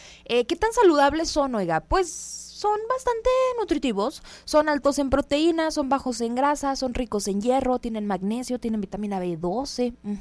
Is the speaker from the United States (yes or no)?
no; Mexico; nosotros como mexicanos